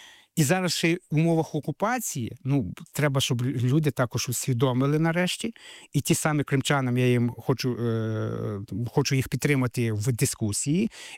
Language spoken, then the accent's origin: Ukrainian; Carpathians, Ukraine; now in Crimea, Ukraine; я етнічний бойк з Карпат. Я не народився в Криму.